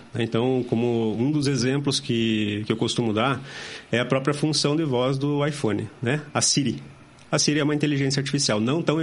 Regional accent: São José dos Pinhais, Paraná, Brazil; São José dos Pinhais, nascido e criado em São José dos Pinhais, pertinho daqui, né? Estudei em São José, fiz minha faculdade em Curitiba, mas sempre aqui pela região.

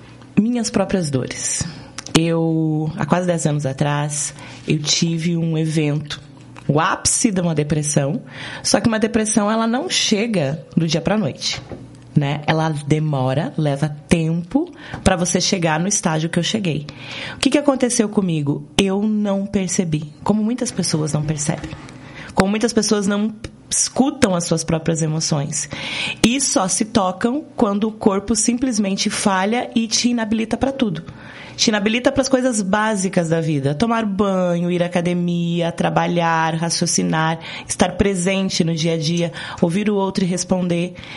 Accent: Curitiba, Paraná, Brazil; Sou curitibana nata.

